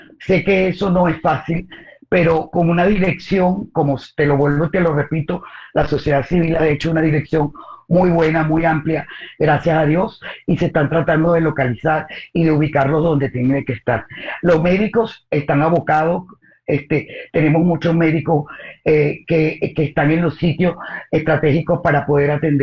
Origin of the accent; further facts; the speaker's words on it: Venezuela; Pero voy a hablarte de una manera muy especial de lo que somos los venezolanos